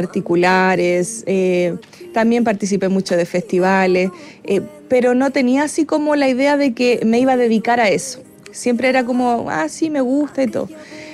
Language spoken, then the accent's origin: Spanish; Chile; como compositora chilena también